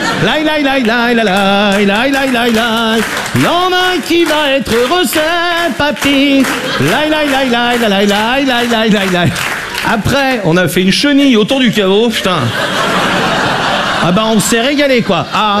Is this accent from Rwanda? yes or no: no; Brittany, France; je suis breton, j'ai 20 ans.